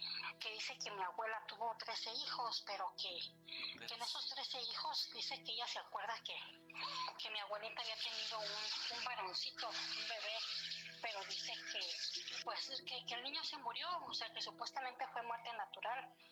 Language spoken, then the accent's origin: Spanish; Mexico City, Mexico; Nosotros no, nosotros ya nos fuimos para la ciudad. Bueno, siempre vivimos en la ciudad, nacimos en el DF, pero mi mamá es de acá del estado de Querétaro.